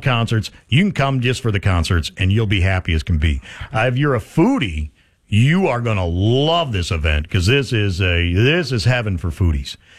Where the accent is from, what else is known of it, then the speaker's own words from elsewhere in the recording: Aurora County, South Dakota, United States; now in Yankton, United States; I grew up in Aurora County where time is just a concept.